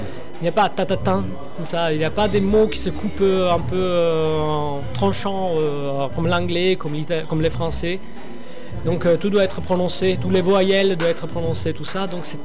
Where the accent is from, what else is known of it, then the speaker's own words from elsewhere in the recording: Sicily, Italy; first language Sicilian; French is a second language; je commençais aussi à chanter dans ma langue maternelle, en sens en sicilien, parce que j'ai rajouté dans mon set une chanson traditionnelle sicilienne